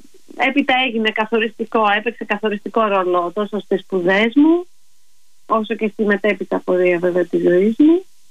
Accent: Paros, South Aegean, Greece; moved away as an adult; Λοιπόν, ναι, εγώ μεγάλωσα στην Πάρο. Η μητέρα μου είναι από τη Σαντορίνη, ο μπαμπάς από την Πάρο, οπότε νιώθω πολύ κυκλαδίτησα.

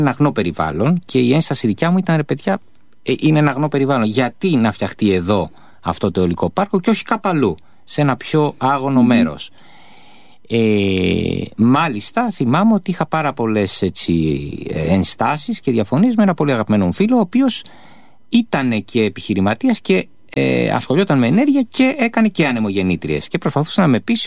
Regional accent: Western Greece, Greece; σε μια περιοχή σαν την ορεινή ναυπακτία στο χωριό μου

